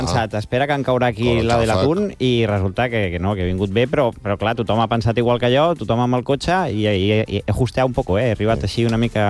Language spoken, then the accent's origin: Catalan; Barcelona, Catalonia, Spain; Jo soc de Sants, de tota